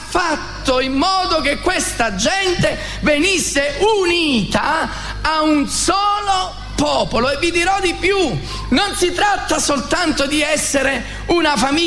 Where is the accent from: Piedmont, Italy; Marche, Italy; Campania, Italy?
Campania, Italy; Naples; Io sono napoletano